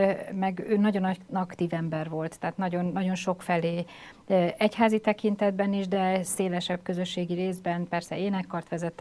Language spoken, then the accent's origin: Hungarian; Pécs, Baranya, Hungary; hát Pécsett élek most is, úgy nagyjából, de Pécsett születtem